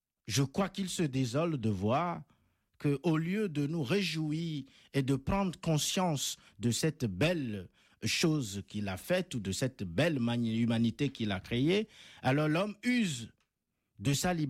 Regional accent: Benin; Les choses comme en Afrique, chez moi au Bénin

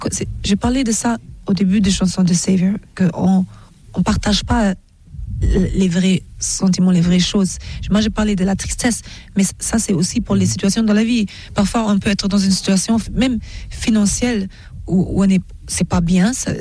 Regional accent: Germany; j'aime les bretzels aussi parce que j'ai grandi en Allemagne et j'aime le foufou et le okra et le égoussi de Nigeria.

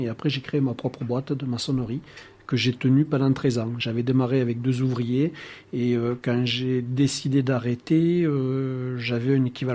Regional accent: Flagnac, Occitanie, France; also born or lived in Decazeville; Alors, je suis un Navarronais pure souche. Je suis né à Decazeville. J'ai grandi à Flagnac.

